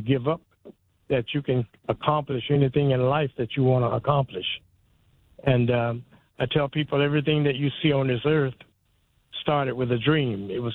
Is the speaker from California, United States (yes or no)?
no; West Virginia, United States; until I reach West Virginia. This is my home state. I was born here, and I come here.